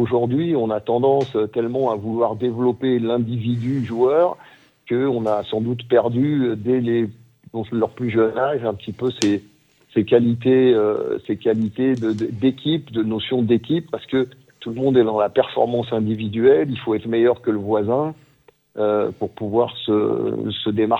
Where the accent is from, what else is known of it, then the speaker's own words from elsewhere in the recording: Île-de-France, France; il se trouve que je connais très bien le Val-d'Oise, puisque je suis originaire moi-même du Val-d'Oise. Donc, j'ai joué dans les clubs de la région, Cosmo de Taverny, Saint-Prix, Hermont, tout ça.